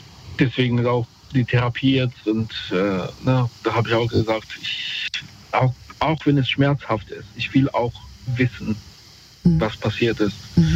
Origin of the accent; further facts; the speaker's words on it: Mainz, Rhineland-Palatinate, Germany; also ich komm aus Mainz, ne, sagen wir mal Platz 1 in Mainz und Platz 10